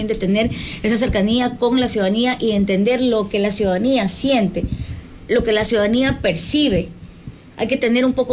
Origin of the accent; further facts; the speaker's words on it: Ecuador; como ecuatorianos siempre vamos a apoyar un presidente de la República